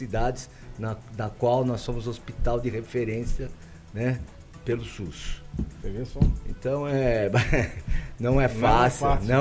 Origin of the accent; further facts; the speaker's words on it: São Paulo, Brazil; moved away as an adult; now in Limeira, Brazil; eu nasci em São Paulo, morei em São Paulo até 19 anos